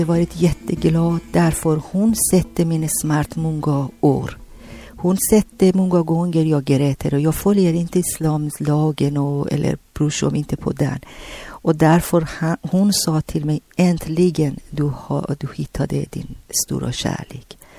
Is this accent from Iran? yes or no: yes; Tehran, Tehran Province, Iran; Swedish is a second language; moved away as an adult; now in Sweden; när jag kom från Teherankyrkan direkt, jag gick på i Vårgårda Pingstkyrkan.